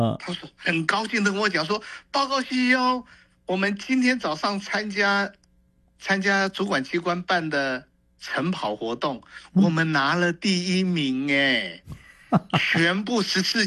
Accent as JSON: {"language": "Chinese", "country": "Taiwan"}